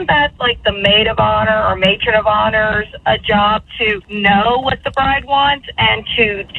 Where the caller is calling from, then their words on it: Enid, Oklahoma, United States; I'm from Enid